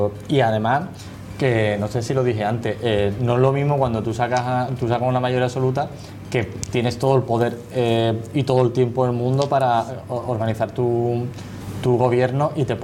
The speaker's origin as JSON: {"language": "Spanish", "region": "Andalusia", "country": "Spain"}